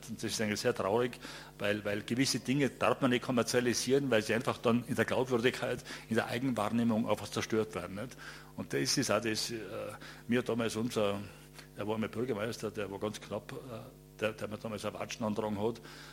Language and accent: German; Tyrol, Austria; bei mir in meiner Heimatgemeinde in Reitemalbachtal ist der kommerzialisierte Almabtrieb erfunden worden.